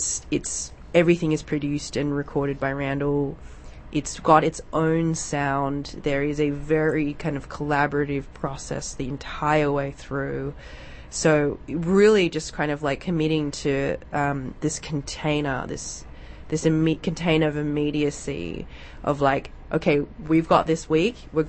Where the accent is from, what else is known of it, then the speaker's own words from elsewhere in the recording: Sydney, New South Wales, Australia; who lives in Sydney now, where my hometown is.